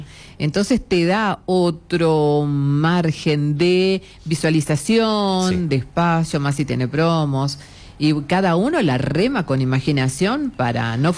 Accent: Buenos Aires, Argentina; now in Chilecito, Argentina; Sí, soy de Buenos Aires.

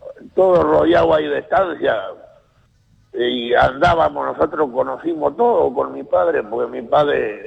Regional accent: Ambrosetti, Santa Fe, Argentina; yo soy criado y rodeado de las estancias, sí. En mi pueblo de Ambrosetti.

